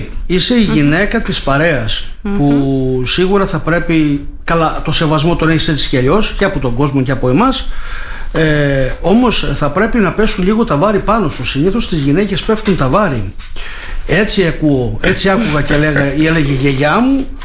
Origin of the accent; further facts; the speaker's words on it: Greece